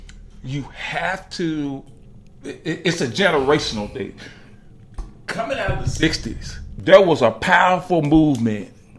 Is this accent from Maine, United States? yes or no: no; Chicago, Illinois, United States; growing up in Chicago